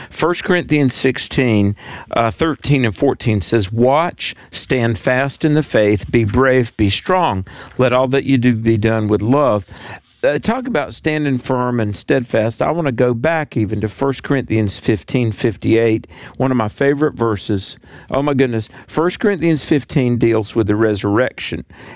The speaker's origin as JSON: {"language": "English", "region": "North Carolina", "country": "United States", "said": "That's my home state, North Carolina."}